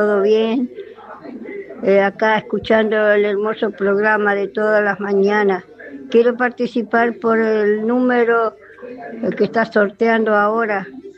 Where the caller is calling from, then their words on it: Pontevedra, Buenos Aires Province, Argentina; de Pontevedra.